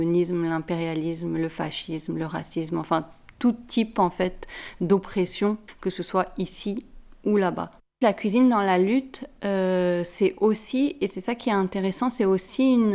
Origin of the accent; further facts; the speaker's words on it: Lebanon; Je suis libanaise, mais je n'ai pas grandi ni vécu au Liban.